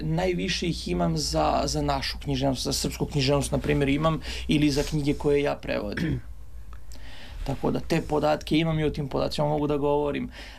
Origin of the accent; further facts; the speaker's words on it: Serbia; Naravno kao neko koje je poreklom iz Srbije da predlažem srpske autore.